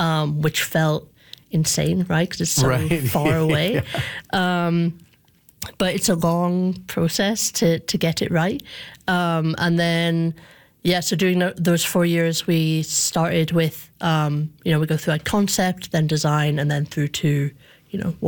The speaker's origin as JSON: {"language": "English", "region": "Scotland", "country": "United Kingdom", "moved": "yes", "lives_now": "Canada", "said": "I'm from Scotland originally, and kind of Canada's taken me in."}